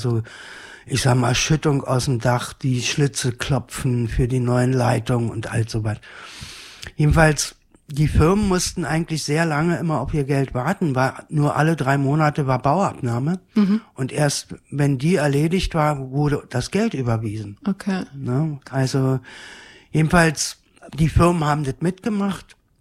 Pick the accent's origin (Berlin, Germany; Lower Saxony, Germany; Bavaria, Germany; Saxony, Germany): Berlin, Germany; born there; Also ich bin in Berlin-West geboren.